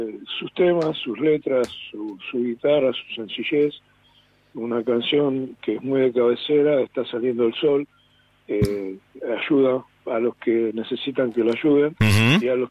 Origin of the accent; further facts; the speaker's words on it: Valentín Alsina, Buenos Aires Province, Argentina; now in Gerli, Argentina; Yo soy soy oriundo de Valentín Alsina, pero ahora estoy jubilado, vivo solo en Gerli, que pertenece a Lanús.